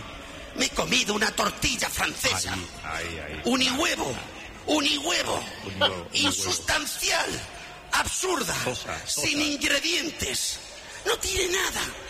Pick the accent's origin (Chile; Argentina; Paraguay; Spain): Spain; Ellos son galos y franceses y nosotros somos hispanos.